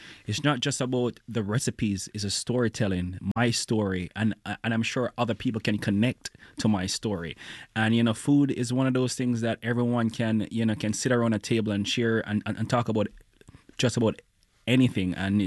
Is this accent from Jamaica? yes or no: yes; Jamaica; If I'm being completely honest, growing up in Jamaica, I wanted to practice medicine.